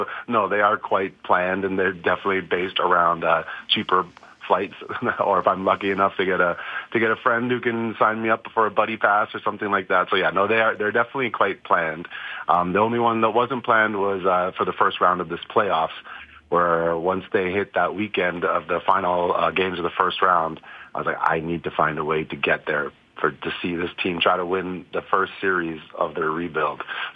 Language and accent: English; Ottawa Valley, Ontario, Canada; born there; also born or lived in Scotland; now in Calgary, Canada; I was born in the Ottawa Valley with roots tied to Montreal